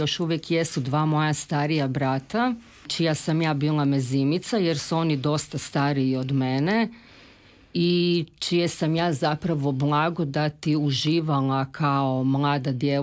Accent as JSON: {"language": "Croatian", "town": "Zagreb", "region": "City of Zagreb", "country": "Croatia", "tie": "born there", "said": "Ponosna sam što potječem sa Žumberka, iako sam rođena u Zagrebu, i to vrlo rado ističem zapravo da sam ja u biti Žumberčanka."}